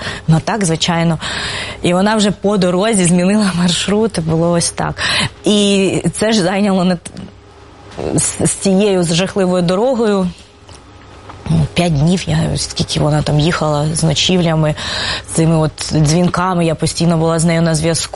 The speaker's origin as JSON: {"language": "Ukrainian", "town": "Cherkasy", "region": "Cherkasy Oblast", "country": "Ukraine", "tie": "born or raised there", "said": "Так, це моє рідне місто."}